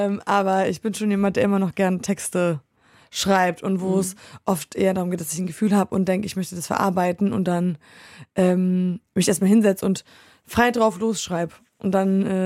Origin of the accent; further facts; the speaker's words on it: Poland; Also ich bin vor allem in Polen groß geworden mit Liedern